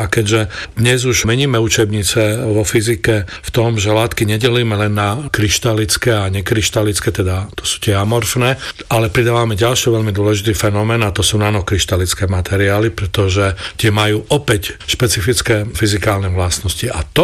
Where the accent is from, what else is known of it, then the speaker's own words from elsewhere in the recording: Čemerné, Prešov Region, Slovakia; also born or lived in Bardejov; ja som sa narodil v Bardejove a potom sme sa presťahovali do Čemerného, pretože otec bol lekár